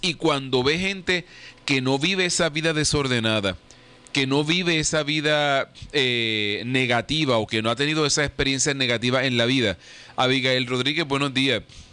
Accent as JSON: {"language": "Spanish", "country": "Puerto Rico"}